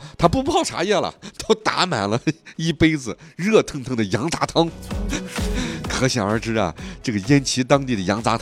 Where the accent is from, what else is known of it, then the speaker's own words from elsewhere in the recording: Xinjiang, China; 咱们新疆人